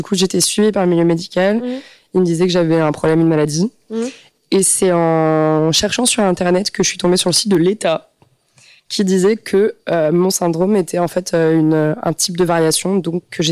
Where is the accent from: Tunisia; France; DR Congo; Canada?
France; Île-de-France; also born or lived in Strasbourg; now in Montpellier, France; Non, je viens de Paris à la base.